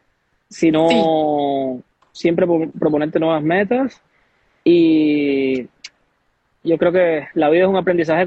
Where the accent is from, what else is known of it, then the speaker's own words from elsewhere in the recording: Cuba; moved away as an adult; also born or lived in Santiago de Cuba / Havana / Spain; now in Switzerland; yo soy un artista cubano, radicado ahora mismo aquí en Suiza